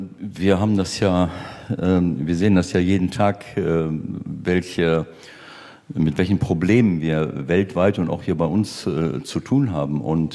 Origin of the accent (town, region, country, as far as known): North Rhine-Westphalia, Germany